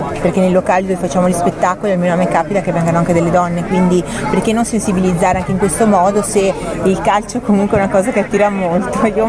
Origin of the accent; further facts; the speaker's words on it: Venice, Veneto, Italy; ovvio che io sono di un'isola di Venezia, no? Sono veneziana